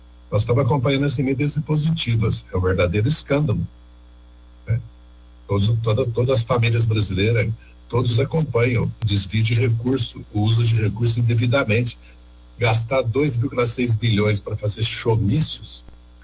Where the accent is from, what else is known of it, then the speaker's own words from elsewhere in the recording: Passa Quatro, Minas Gerais, Brazil; eu nasci aí perto, em Passa Quatro, sou do Vale do Paraíba, tenho família aí no Vale do Paraíba.